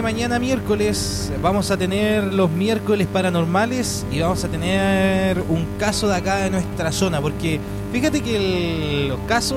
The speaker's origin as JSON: {"language": "Spanish", "town": "Coronel", "region": "Biobío", "country": "Chile", "tie": "born or raised there", "said": "yo vengo de esa tierra de Schwager"}